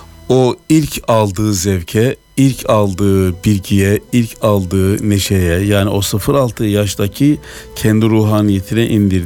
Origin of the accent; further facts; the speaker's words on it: Sarıkaya, Yozgat, Turkey; moved away; Ben köyde doğup büyüdüm. Kafkas kökenli bir köydü.